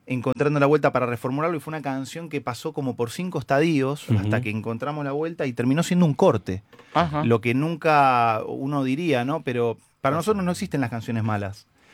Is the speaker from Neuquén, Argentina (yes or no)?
no; Buenos Aires Province, Argentina; nosotros somos de Oestelandia